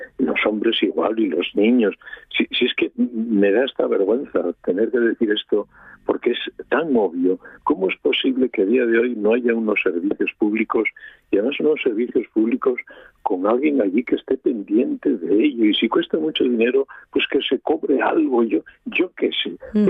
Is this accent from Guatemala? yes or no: no; Asturias, Spain; Que no somos solo los asturianos, hay mucha más gente que disfruta de nuestra tierra y por ellos y por nosotros los asturianos va.